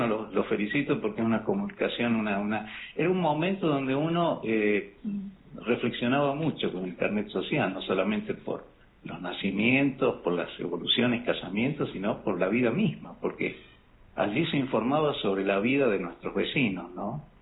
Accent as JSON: {"language": "Spanish", "town": "San Rafael", "region": "Mendoza", "country": "Argentina", "tie": "born or raised there", "moved": "as an adult", "lives_now": "Córdoba, Argentina", "said": "nací en San Rafael, me crié, como te dije, allí."}